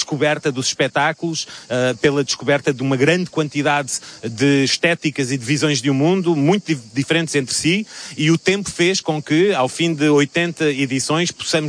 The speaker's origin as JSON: {"language": "Portuguese", "country": "Portugal", "tie": "born or raised there", "moved": "yes", "lives_now": "Avignon, France", "said": "desse país irmão do meu país natal, Portugal"}